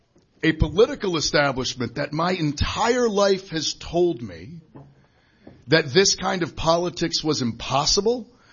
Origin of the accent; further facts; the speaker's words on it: Maine, United States; When I was growing up in Eastern Maine, I knew folks where if you sterned in the summer, plowed driveways in the winter, did some carpentry, maybe did some wreaths, that was enough.